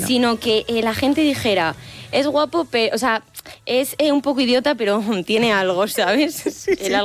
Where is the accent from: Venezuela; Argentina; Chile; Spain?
Spain; Castile and León; Y si soy salmantina.